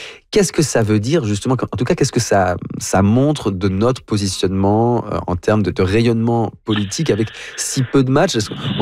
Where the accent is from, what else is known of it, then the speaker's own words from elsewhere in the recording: Ontario, Canada; chez nous en Ontario